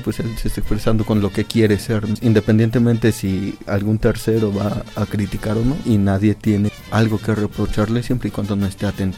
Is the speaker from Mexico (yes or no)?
yes; Oaxaca, Mexico; moved away; soy egresado del 2019 del Departamento de Zootecnia. Soy de Oaxaca, originario de la Sierra Norte, tengo 22 años.